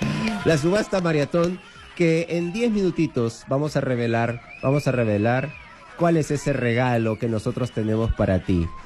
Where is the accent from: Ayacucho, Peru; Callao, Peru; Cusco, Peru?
Callao, Peru; yo soy del Callao, de años